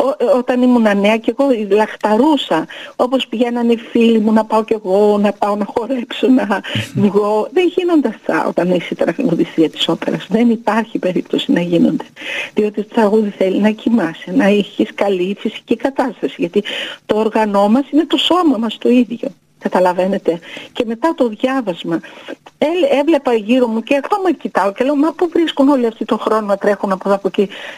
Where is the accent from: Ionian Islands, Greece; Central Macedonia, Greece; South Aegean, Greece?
Central Macedonia, Greece; Veria; moved away; Είμαι λαϊκό κορίτσι, όπως έφυγα από τη Βέρεια.